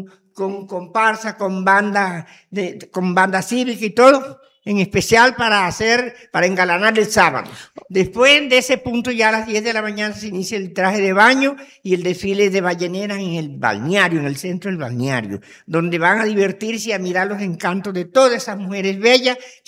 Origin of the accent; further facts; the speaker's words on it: San Juan del Cesar, La Guajira, Colombia; born there; mi tierra que me vio nacer. Y ojo, mis padres se vinieron en el 65 y los vi salir con lágrimas y me quedé.